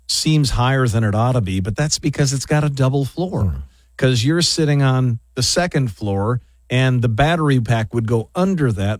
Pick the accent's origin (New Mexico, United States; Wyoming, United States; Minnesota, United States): Minnesota, United States; Minneapolis; Because growing up in Minneapolis, they would, you know, there would be a lot of the streets were named after presidents.